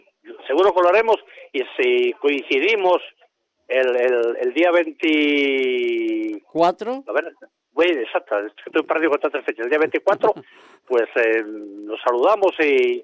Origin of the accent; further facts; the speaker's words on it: Asturias, Spain; En el coro somos de la Comarca de la Sidra, somos de varios municipios, pero de Nava concretamente, y en Nava es donde se fundó el coro.